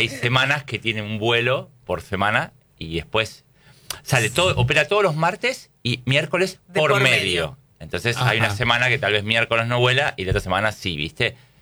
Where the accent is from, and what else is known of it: Buenos Aires, Argentina